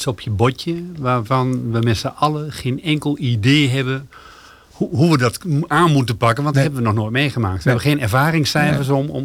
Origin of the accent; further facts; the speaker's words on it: Gelderland, Netherlands; we die rust hier als Achterhoekers gewoon hebben